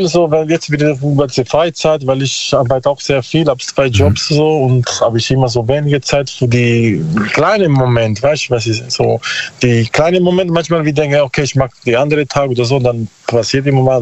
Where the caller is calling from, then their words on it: Bruchsal, Baden-Württemberg, Germany; Ja, so Karlsruhe.